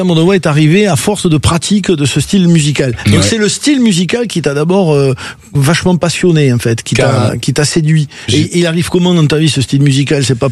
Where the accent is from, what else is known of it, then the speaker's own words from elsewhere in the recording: Toulouse, Occitanie, France; Ah ben oui, on n'est pas loin. Moi, je suis de Toulouse, tu sais, donc c'est à côté.